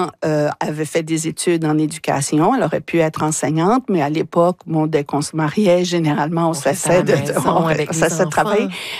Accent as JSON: {"language": "French", "town": "Moncton", "region": "New Brunswick", "country": "Canada", "tie": "born or raised there", "said": "Nous, on a grandi à Moncton, mais on a grandi avec des histoires de papa qui partait même sur le train de Moncton"}